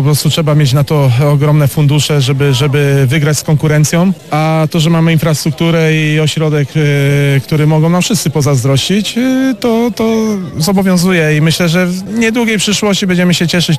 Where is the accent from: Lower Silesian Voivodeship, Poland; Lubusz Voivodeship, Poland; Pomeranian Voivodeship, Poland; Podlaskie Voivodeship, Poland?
Lower Silesian Voivodeship, Poland; Lubin; born there; Urodziłem się w Lubinie, grałem w Lubinie